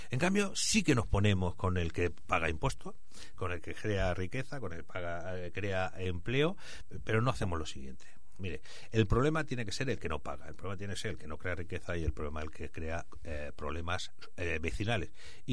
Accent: El Prat de Llobregat, Catalonia, Spain; yo que soy del Prat de toda la vida, cuando yo era pequeño y alguien me hablaba de un turista en el Prat, pues me parecía como una cosa excepcional.

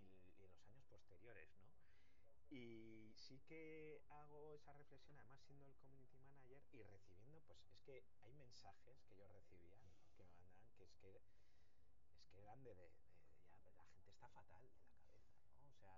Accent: Bilbao, Basque Country, Spain; Mejor que somos de Bilbao.

